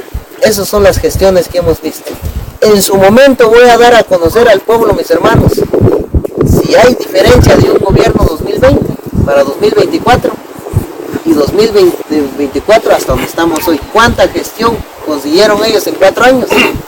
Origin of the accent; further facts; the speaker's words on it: San Miguel Ixtahuacán, San Marcos, Guatemala; hoy, mis amigos, como ciudadano miguelense que soy, con mucho orgullo lo digo, estoy sirviendo para mi pueblo. Estoy contento, mis amigos, porque estoy sirviendo a San Miguel Ixtabacán con transparencia